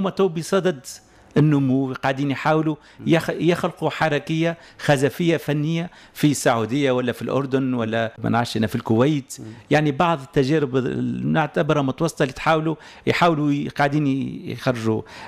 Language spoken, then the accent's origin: Arabic; Tunisia; موجود عندنا في تونس